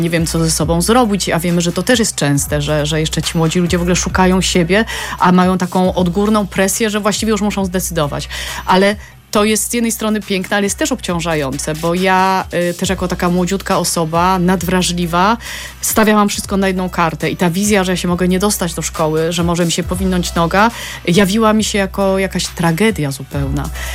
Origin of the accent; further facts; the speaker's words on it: Kraków, Lesser Poland, Poland; wychowywałam się w artystycznym Krakowie